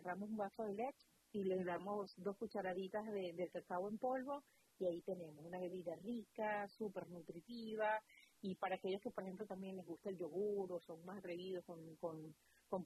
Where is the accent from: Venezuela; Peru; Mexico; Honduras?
Venezuela; Zulia; mi tierra, de donde yo soy, del Zulia, se produce uno de los mejores cacao del mundo, en el sur del lago de Venezuela